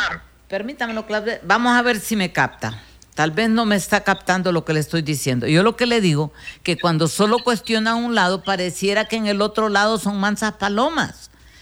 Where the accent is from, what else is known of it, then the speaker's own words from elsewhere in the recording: Honduras; somos hondureños y amamos este país.